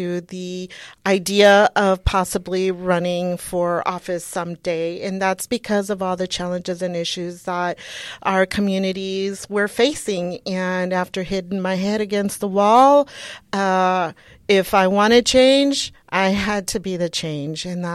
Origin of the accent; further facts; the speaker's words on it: El Paso, Texas, United States; moved away; First, I am from El Paso, Texas, moved to Southern Oregon in 95, started off as a student intern with the USDA Forest Service as a biologist